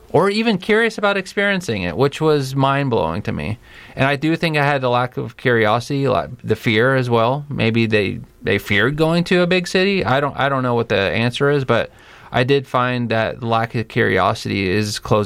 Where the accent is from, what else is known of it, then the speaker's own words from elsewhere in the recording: California, United States; I took for granted the way that I grew up in California